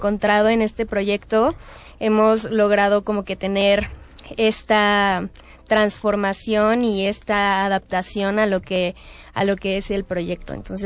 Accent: Mexico City, Mexico; yo soy de aquí, de la CDMX

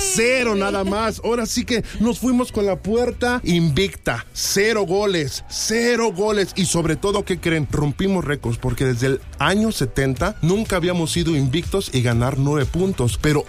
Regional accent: Mexico

